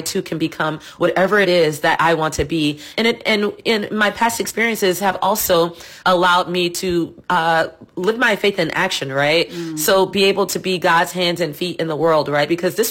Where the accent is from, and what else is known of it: New Orleans, Louisiana, United States; born or raised there; moved away as an adult; now in Washington, D.C. area, United States